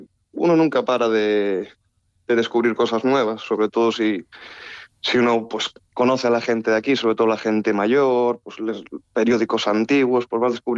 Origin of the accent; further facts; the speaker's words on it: Fuerteventura, Canary Islands, Spain; moved away as an adult; also born or lived in Galicia; now in Porto, Portugal; Aunque yo nací en Galicia, pero realmente yo me crié en Islas Canarias, en Fuerteventura.